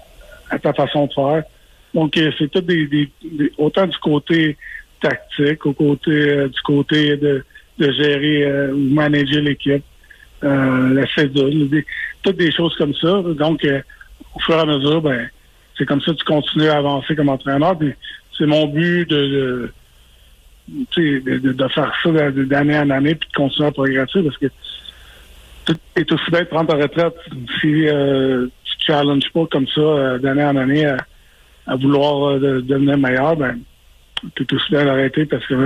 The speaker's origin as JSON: {"language": "French", "region": "Quebec", "country": "Canada", "said": "étant donné que je suis Québécois"}